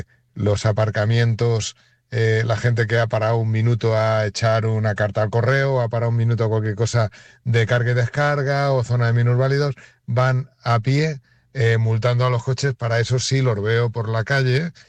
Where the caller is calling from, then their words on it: Elda, Valencian Community, Spain; yo llamo desde Elda